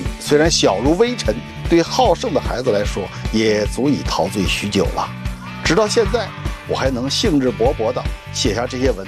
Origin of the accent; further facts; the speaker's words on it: Inner Mongolia, China; 我当年小学生我在内蒙古草原上